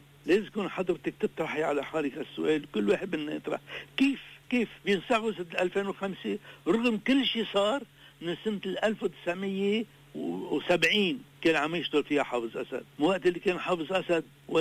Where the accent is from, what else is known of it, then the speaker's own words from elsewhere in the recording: Tripoli, North Governorate, Lebanon; also born or lived in Qartaba, Jbeil District; سنة 58 أنا ولدت بطرابلس شمال ونميت هناك، مع أني أنا من قرطبة قضاء جبال.